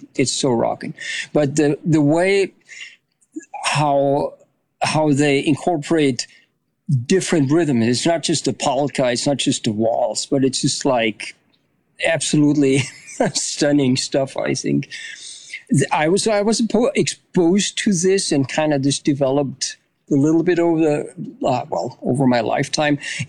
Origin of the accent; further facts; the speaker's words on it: Germany; English is a second language; moved away as an adult; I grew up in Germany. Spent 28 years there, my 28 years of my life. And I was exposed to German folk music